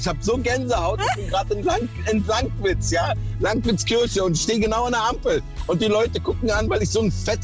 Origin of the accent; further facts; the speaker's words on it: Calabria, Italy; now in Berlin, Germany; Also wir kommen gebürtig aus Kalabrien.